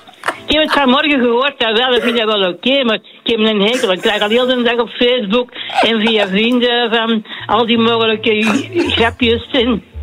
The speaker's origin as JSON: {"language": "Dutch", "country": "Belgium", "said": "Ik ben een echte Belg."}